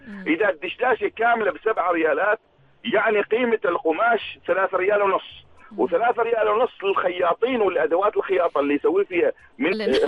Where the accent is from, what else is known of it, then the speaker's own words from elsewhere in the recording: Oman; أنا عماني